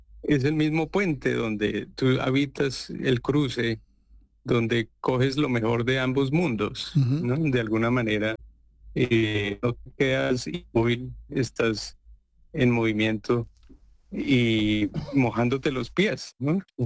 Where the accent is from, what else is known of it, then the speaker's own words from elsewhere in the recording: Bogotá, Colombia; Yo soy bogotano, sí.